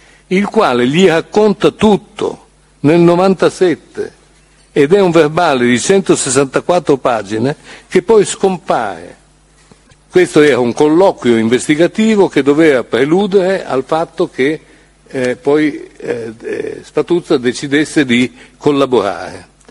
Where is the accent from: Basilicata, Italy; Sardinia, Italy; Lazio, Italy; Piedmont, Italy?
Piedmont, Italy; Turin; io siccome sono piemontese, sono torinese di nascita, eccetera, e conosco quella zona abbastanza bene